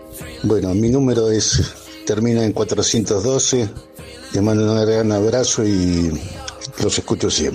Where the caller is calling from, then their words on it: San Fernando, Buenos Aires Province, Argentina; de San Fernando